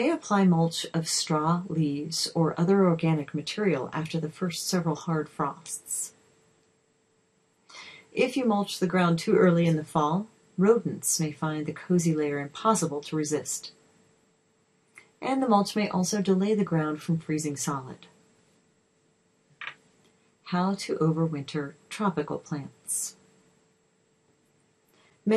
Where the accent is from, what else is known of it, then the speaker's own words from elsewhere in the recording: Hong Kong; moved away as an adult; now in California, United States; This was a serious issue for me after I moved to California from Hong Kong, where there are no yards at all.